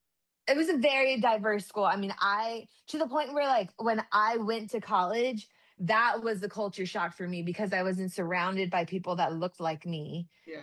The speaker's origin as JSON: {"language": "English", "town": "San Antonio", "region": "Texas", "country": "United States", "tie": "born or raised there", "lives_now": "Austin, United States", "said": "but I grew up in San Antonio"}